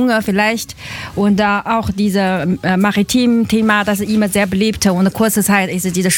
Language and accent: German; China; German is a second language; now in Hamburg, Germany; Ich komme aus China und seit 8 Jahren arbeite ich in Stadtkutter.